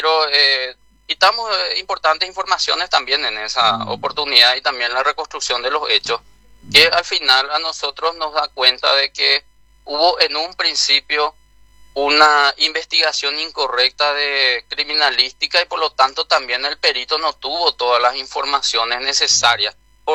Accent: Alto Paraná, Paraguay; todos nosotros que somos de Alto Paraná, sobre todo zona Ciudad del Este, Presidente Franco, Hernandaria

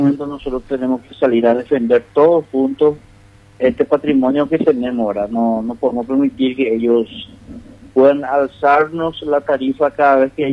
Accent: Paraguay; todos los paraguayos que vivimos acá

